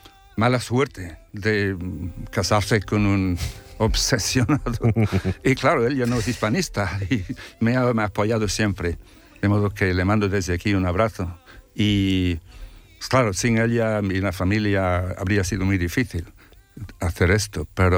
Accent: Ireland; now in Spain; yo tengo un poco de alemán, demasiado de inglés, aunque soy irlandés

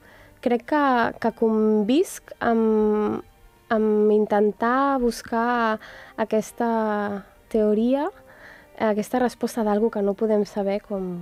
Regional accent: Barcelona, Catalonia, Spain; jo sóc nascuda a Poble Sec, vaig créixer bastants anys també a Sant Antoni, per tant, vinc d'una família de classe mitjana que, per tant, no tenia piano a casa

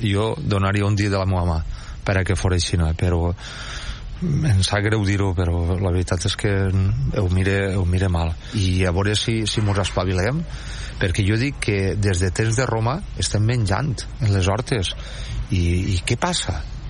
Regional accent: Valencian Community, Spain

